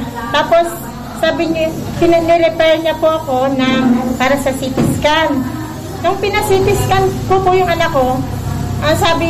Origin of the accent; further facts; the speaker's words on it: Calapan, Oriental Mindoro, Philippines; Nasareto po.